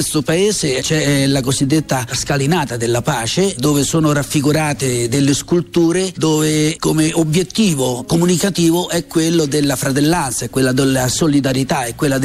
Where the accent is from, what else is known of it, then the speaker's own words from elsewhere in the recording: Cervara di Roma, Lazio, Italy; il mio paese di nascita, il mio paese dove ho vissuto per 68 anni, io ho 68 anni, quindi Cervara per me è tutto.